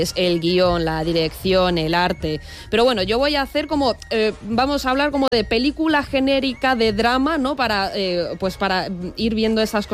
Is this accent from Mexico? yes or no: no; Russia; Buah, sí, me encanta el verano. Y siendo rusa, ¿eh? Sí. Que parece que no, pero pero, ostras, en Rusia hace un calor a veces, sí.